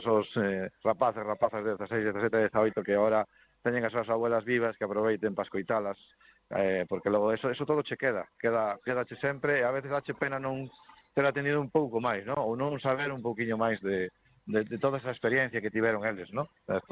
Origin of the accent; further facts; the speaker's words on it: Galicia, Spain; Esto era un clásico que, bueno, polo menos aquí na miña aldea fixemos cando éramos rapaces moitos anos, se fixo sí.